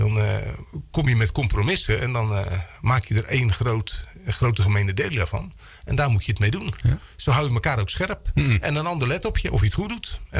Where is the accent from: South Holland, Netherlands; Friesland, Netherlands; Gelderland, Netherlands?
South Holland, Netherlands; Ridderkerk; also born or lived in Dordrecht; Ja, ik ben in Dordrecht geboren. Mijn ouders woonden in Ridderkerk. Hier in de Bernhard-Zweerstraat op nummer 10.